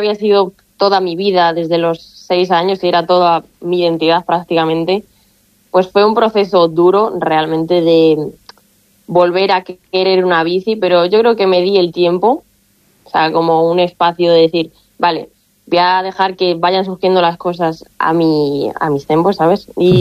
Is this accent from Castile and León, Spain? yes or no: yes; Abaluenga, Castile and León, Spain; me pasé el verano allí en España, en Ávila, en mi pueblo, en Abaluenga